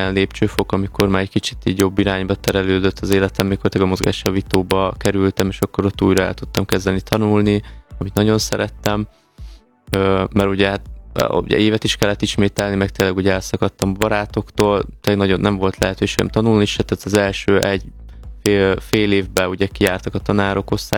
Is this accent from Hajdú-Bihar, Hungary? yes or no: no; Nagyváty, Baranya, Hungary; born there; ugye Pécs mellett, Nagyvátyon, uh-huh. ugye a szülőfalumba